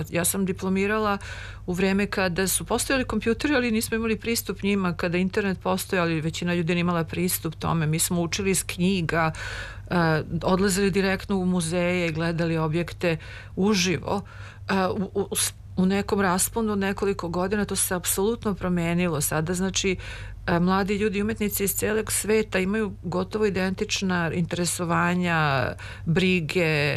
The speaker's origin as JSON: {"language": "Serbian", "region": "Belgrade", "country": "Serbia", "tie": "born or raised there", "lives_now": "United States", "said": "Da, ja sam rođena Beograđanka, završila sam osmu Beogradsku gimnaziju koja se sada zove treća."}